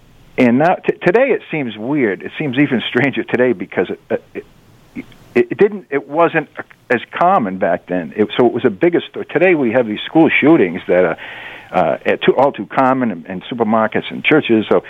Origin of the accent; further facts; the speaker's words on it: Fall River, Massachusetts, United States; now in New Hampshire, United States; I was new to New Hampshire because I moved up here from Fall River, Massachusetts, and so anything that was national news in my local area was a big thing.